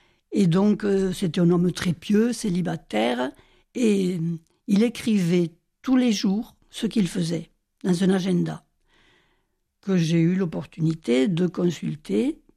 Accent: Viterbe, Occitanie, France; dans les archives de Viterbe, puisque c'est mon village natal.

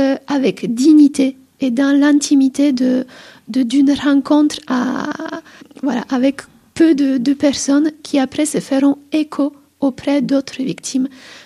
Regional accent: Poland; moved away; je suis polonaise

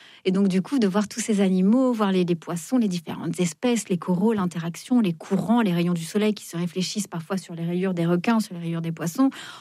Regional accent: Fontainebleau, Île-de-France, France; born or raised there

